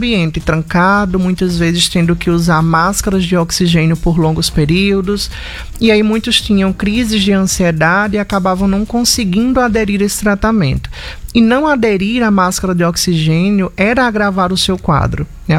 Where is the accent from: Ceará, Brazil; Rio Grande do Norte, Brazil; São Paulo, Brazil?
Rio Grande do Norte, Brazil; Triunfo Potiguar; also born or lived in Mossoró; Eu sou de Triunfo Potiguar. Triunfo Potiguar é uma cidade aqui do interior de 3 mil habitantes. É uma cidade pequena e aí eu me mudo em 2014 para uma cidade de 300 mil habitantes, que é Mossoró